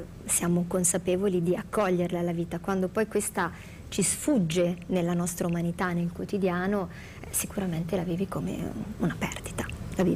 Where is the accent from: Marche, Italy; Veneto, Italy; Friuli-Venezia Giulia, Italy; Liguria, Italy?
Marche, Italy; Castelfidardo